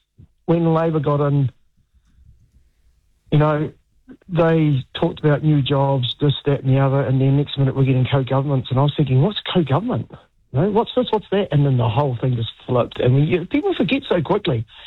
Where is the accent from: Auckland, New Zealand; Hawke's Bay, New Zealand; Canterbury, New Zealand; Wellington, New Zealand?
Wellington, New Zealand; you know, again, I'm from Wellington. Handbrake's been put on Wellington now.